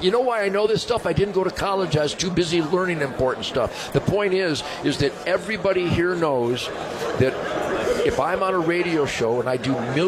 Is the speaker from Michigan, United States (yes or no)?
yes; Detroit, Michigan, United States; I'm the wittiest guy in the SHOT Show because I'm from Detroit.